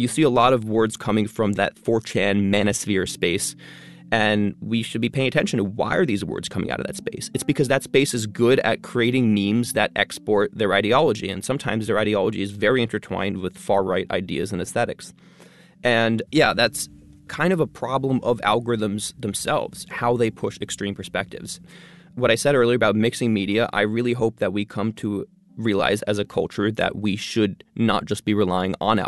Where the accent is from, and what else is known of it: Albany, New York, United States; born or raised there